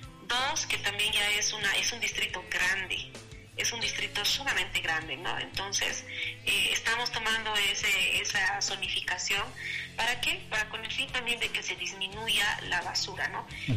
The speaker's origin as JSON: {"language": "Spanish", "region": "Potosí", "country": "Bolivia", "said": "lo que somos los potosinos"}